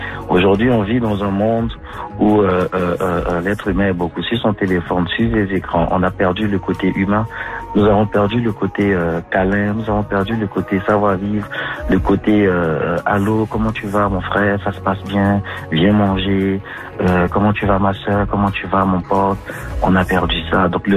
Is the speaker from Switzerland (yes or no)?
no; Côte d’Ivoire; moved away; also born or lived in Senegal / France / Quebec, Canada; Je viens de la Côte d'Ivoire, j'ai quitté la Côte d'Ivoire, j'étais au Sénégal, du Sénégal j'étais en France, de la France j'étais au Québec, du Québec j'ai parcouru tout le monde entier.